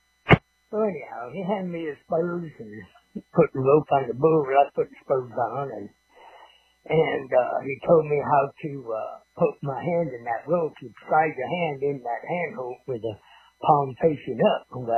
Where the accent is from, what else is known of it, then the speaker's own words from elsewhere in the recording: Owosso, Michigan, United States; Born and raised in Michigan. In fact, I got on my first bull up there when I was 15 years old, 1959, and got started in rodeo there in Michigan.